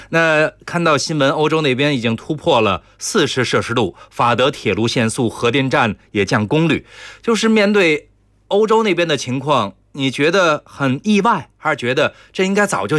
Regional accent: China; 我作为一个中国人

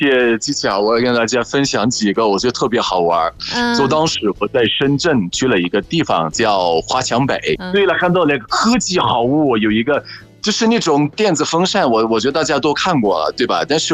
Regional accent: Egypt

